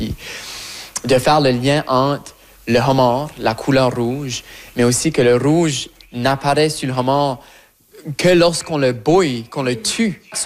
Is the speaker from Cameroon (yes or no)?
no; Shediac, New Brunswick, Canada; now in Montreal, Canada; vivre à Montréal, mais de vouloir retourner à Shediac, que oui, c'est ma ville natale que j'aime. Love you, Shediac.